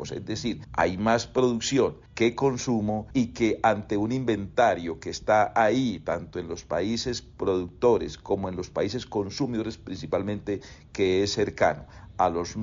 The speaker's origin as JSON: {"language": "Spanish", "region": "Santander", "country": "Colombia", "said": "lo que debemos hacer nosotros como cafeteros colombianos y santandereanos, y ahí en Mogotes, con más razones"}